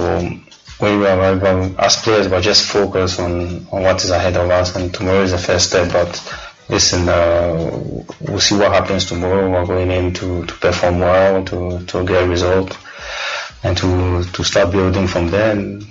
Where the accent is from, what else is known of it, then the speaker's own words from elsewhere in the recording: Ghana; And I know Ghanaians, I know the country the way we are, because I'm Ghanaian